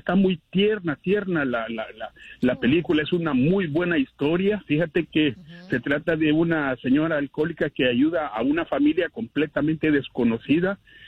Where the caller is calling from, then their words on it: Houston, Texas, United States; De Houston.